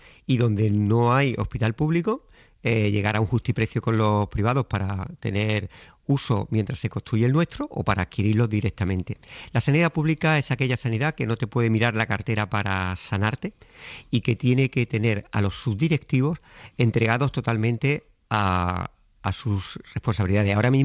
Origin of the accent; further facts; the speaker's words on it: Andalusia, Spain; Bueno, yo soy más andaluz y más de pueblo que las amapolas